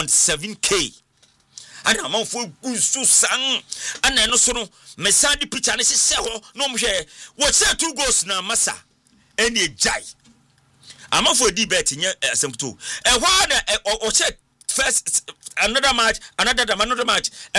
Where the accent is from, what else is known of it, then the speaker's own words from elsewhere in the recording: Ghana; brother from Ghana.